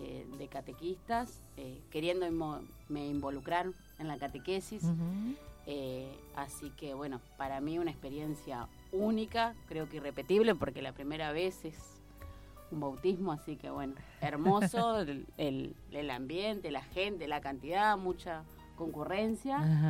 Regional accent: Villaguay, Entre Ríos, Argentina; moved away; Yo soy de Villaguay, Entre Ríos.

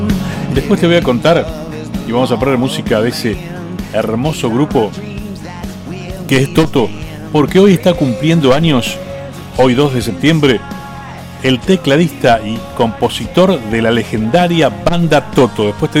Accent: Argentina; Acá también somos de Argentina. Te cuento la temperatura que tenemos acá en San Lorenzo Sur de la provincia de Santa Fe, muy cerquita de Rosario.

